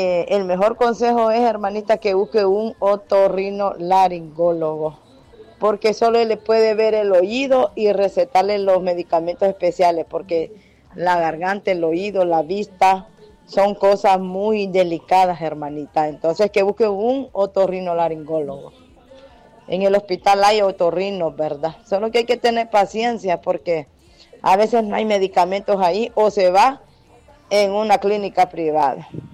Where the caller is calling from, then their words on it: El Progreso, Yoro, Honduras; del Progreso Lloro